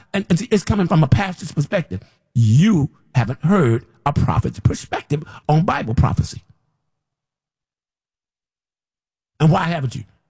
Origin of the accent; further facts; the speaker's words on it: United States; Like, I'm American.